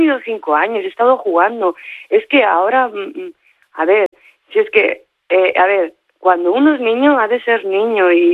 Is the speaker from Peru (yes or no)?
no; Barcelona, Catalonia, Spain; a ver, yo soy de Barcelona, ¿me entiendes? Y también he ido a colegios de pago